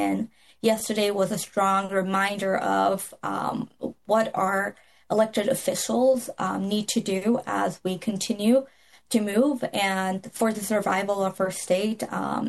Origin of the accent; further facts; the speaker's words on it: Texas, United States; now in Maine, United States; So I grew up in Texas, and my introduction to Maine was actually just that, walking around Biddeford